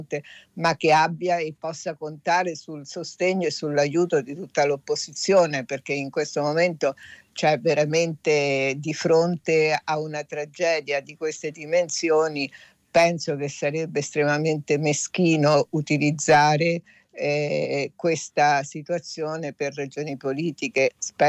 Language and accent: Italian; Venezuela; Come venezuelana